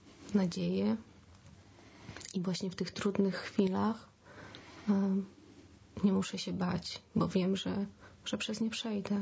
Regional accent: Warsaw, Masovian Voivodeship, Poland; W Warszawie, w mieście. W normalnej rodzinie, w pełnej rodzinie, w wielodzietnej rodzinie. Jest nas czworo w domu.

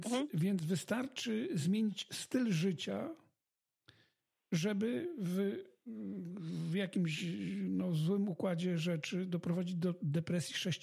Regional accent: Krzepice, Silesian Voivodeship, Poland; born there; myśmy, jak to się w Krzepicach mówi, ciekali po dworze

